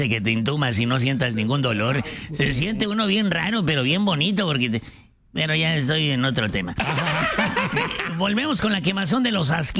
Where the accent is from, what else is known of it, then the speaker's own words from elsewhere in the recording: Mexico City, Mexico; also born or lived in Ciudad Obregón; Soy de la Ciudad de México, pero nací, damas y caballeros, en Ciudad Obregón. Allá me crié, en Ciudad de México. Así es de que fui chilango por un tiempo.